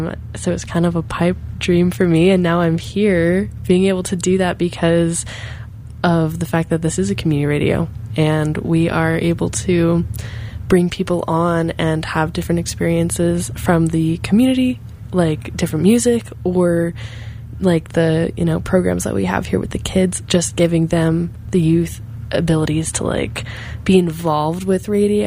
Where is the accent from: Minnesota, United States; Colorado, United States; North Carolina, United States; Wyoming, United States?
Colorado, United States; Carbondale; I grew up in Carbondale